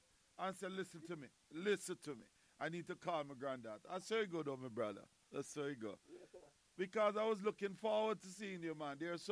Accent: Kingston, Jamaica; I came from Kingston.

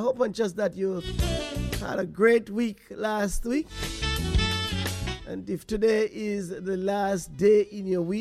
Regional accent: Jamaica; I'm not sure about the entire Caribbean community, but I know we as Jamaican, you know, my mother, my grandmother, you know, wake up this time of the morning.

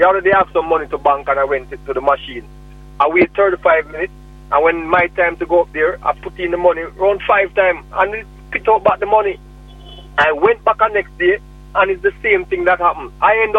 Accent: Kingston, Jamaica; I grew up in a place where we call Vineyard Town.

